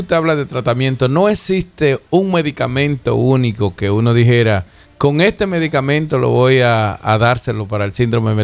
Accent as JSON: {"language": "Spanish", "country": "Dominican Republic", "said": "la República Dominicana, que es nuestro país, doctor. Como dominicanos que somos"}